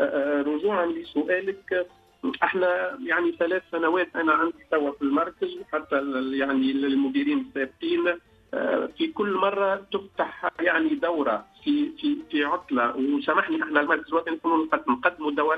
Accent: Tunisia; الخطاطين اللي عندنا في تونس

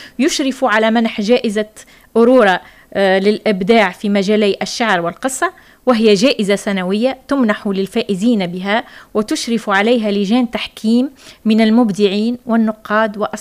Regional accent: Tunisia; كان عندنا في تونس

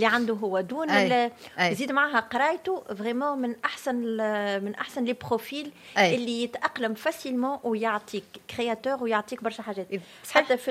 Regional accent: Tunisia; اني تونسي عندي، تونسي عندي تاريخ 3500 عام حضاره وراي.

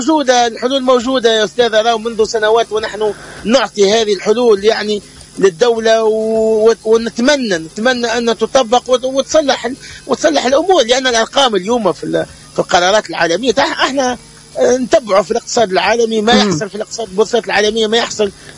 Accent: Tunisia; moved away; انا تونسي، انا عندي بطاقه تعريف التونسيه.

